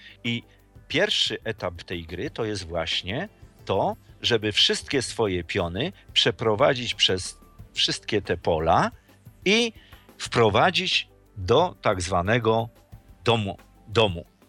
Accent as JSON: {"language": "Polish", "town": "Łódź", "region": "Łódź Voivodeship", "country": "Poland", "said": "Ja jestem z Łodzi"}